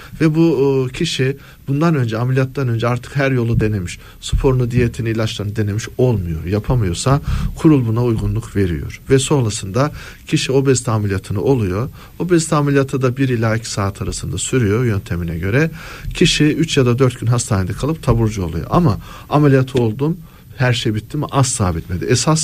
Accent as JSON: {"language": "Turkish", "region": "Giresun", "country": "Turkey", "said": "Ben mesela Giresunluyum."}